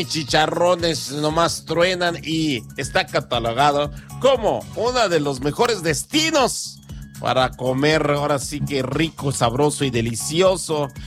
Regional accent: Mexico; nosotros como mexicanos nos sentimos orgullosos.

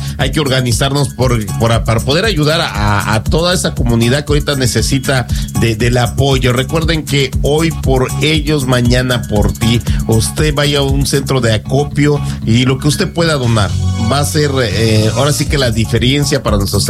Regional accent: Mexico; nosotros como mexicanos

